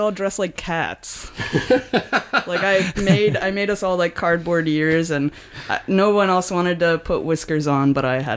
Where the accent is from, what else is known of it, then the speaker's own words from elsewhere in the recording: Brampton, Ontario, Canada; I'm from Brampton.